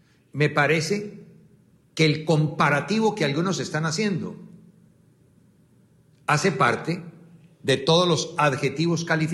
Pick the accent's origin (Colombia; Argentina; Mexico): Colombia